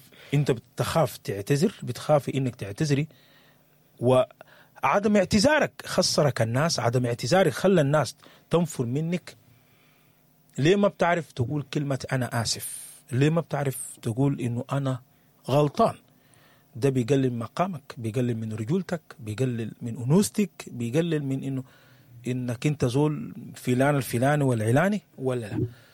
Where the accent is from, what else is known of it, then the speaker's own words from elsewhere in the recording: Sudan; البيئة اللي نشأنا فيها, يعني حتى اليوم في ثقافات كثيرة عندنا في السودان